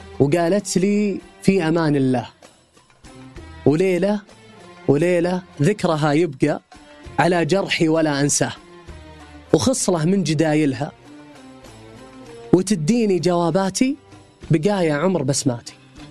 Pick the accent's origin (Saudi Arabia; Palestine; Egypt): Saudi Arabia; تشبهنا حنا كسعوديين.